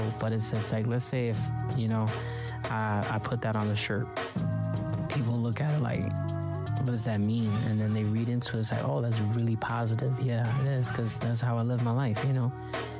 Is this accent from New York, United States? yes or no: yes; New York, United States; been to New York, which is my hometown, many times over.